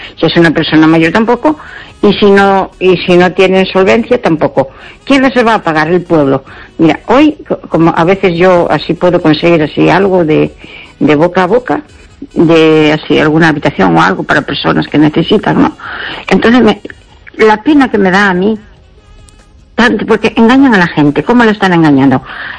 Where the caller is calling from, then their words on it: Pontevedra, Galicia, Spain; de Pontevedra.